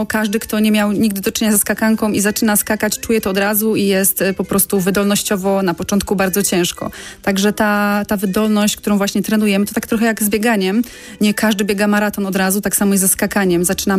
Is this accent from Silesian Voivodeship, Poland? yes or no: yes; Tychy, Silesian Voivodeship, Poland; Ja te zajęcia tak jakby otworzyłam z pasji trochę na Śląsku u siebie w Tychach